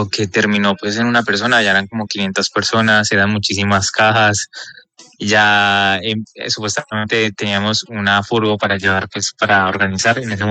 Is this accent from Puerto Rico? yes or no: no; Pereira, Risaralda, Colombia; yo soy de Pereira y realmente como que viví eso muy de cerca, pero pues tras una pantalla.